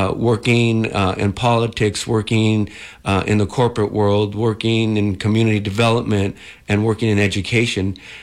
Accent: San Jose, California, United States; I grew up on the East Side

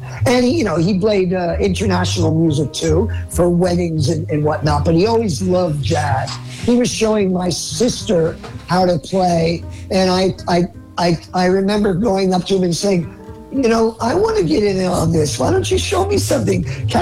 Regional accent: New Jersey, United States; I'm from New Jersey

